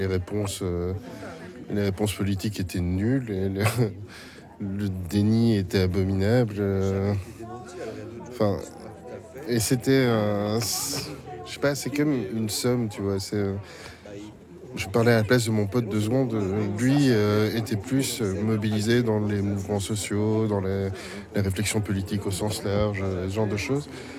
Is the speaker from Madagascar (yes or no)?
yes; Madagascar; J'ai grandi aussi à Madagascar. À Madagascar, il y a eu des moments de pollution extrême à certains endroits